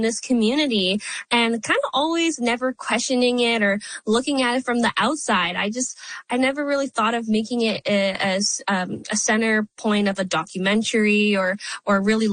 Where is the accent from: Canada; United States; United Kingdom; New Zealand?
Canada; Halifax, Nova Scotia; I grew up here in Halifax. My parents own Star Anise Vietnamese noodles, and I spent my entire life in this community